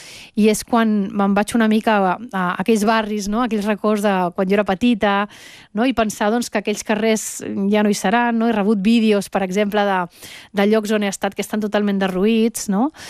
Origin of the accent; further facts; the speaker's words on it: Venezuela; jo també sóc de Venezuela, que tinc una connexió emocional, que forma part de la meva vida a aquella terra